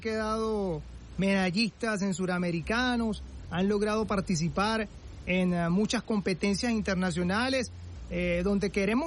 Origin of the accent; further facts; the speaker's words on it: Caracas, Capital District, Venezuela; yo soy de allá, de esa parroquia, yo soy de La Quebradita, allá en San Martín